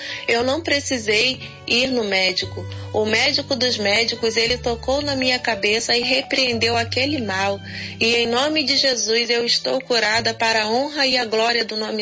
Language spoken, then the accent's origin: Portuguese; Paraná, Brazil; eu sou aqui do Paraná.